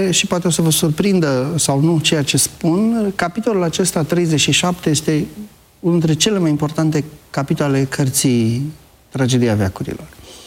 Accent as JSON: {"language": "Romanian", "country": "Romania", "said": "Noi ca români"}